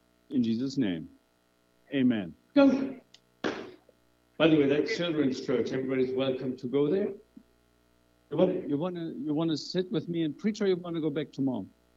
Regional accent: Germany; moved away; I'm from Germany. That's what we play over there.

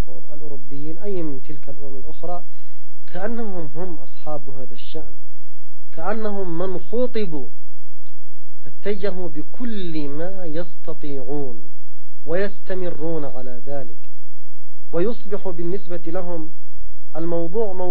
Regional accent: Yemen

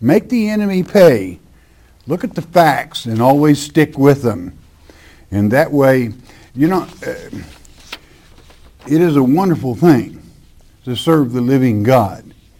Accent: Oklahoma, United States; born or raised there

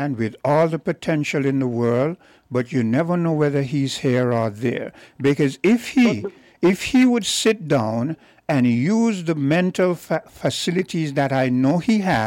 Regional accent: St. Kitts & Nevis

